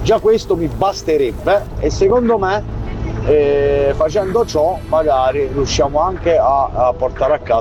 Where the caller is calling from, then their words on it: Cupello, Abruzzo, Italy; da Cupello.